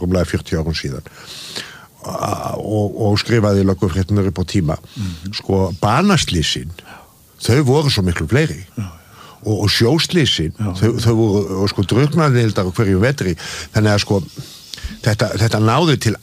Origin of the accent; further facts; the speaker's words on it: Hveragerði, Southern Region, Iceland; born there; Nei, ég fættur þar